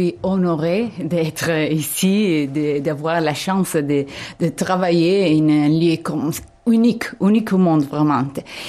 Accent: Italy; Oui, je suis italienne.

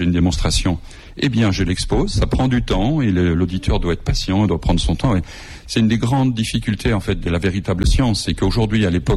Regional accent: Lyon, Auvergne-Rhône-Alpes, France

